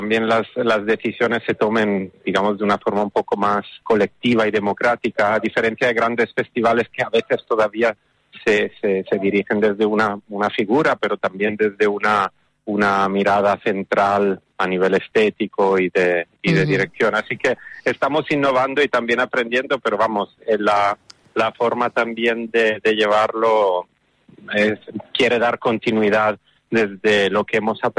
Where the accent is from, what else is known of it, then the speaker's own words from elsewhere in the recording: Tarifa, Andalusia, Spain; Spanish is a second language; Yo en mi caso soy italiano, pero me dicen tarifaliano porque crecí en Tarifa desde los 10 años, así que me siento más tarifeño que italiano a veces, pero el acento también me delata.